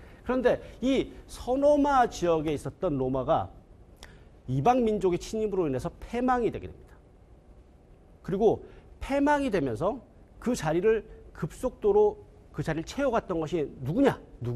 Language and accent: Korean; South Korea; born there; moved away; 저는 한국에 있을 때